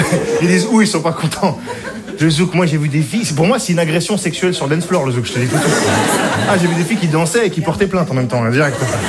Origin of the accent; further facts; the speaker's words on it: Clermont-Ferrand, Auvergne-Rhône-Alpes, France; je comprends pas d'où me vient cet accent, là. Je suis de Clermont-Ferrand, moi, là-bas, il y a pas de...